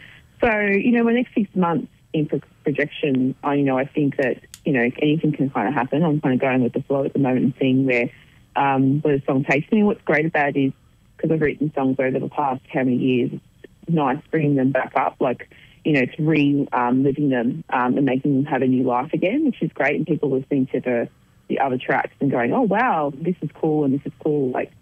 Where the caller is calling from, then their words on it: Melbourne, Victoria, Australia; Melbourne.